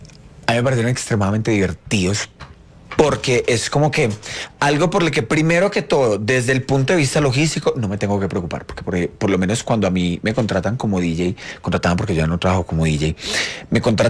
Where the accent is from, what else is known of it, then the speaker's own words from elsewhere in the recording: Colombia; moved away; en Colombia, que es mi país de origen.